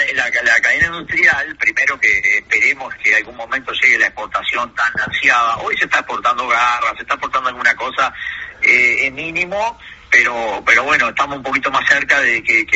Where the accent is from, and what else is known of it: Uruguay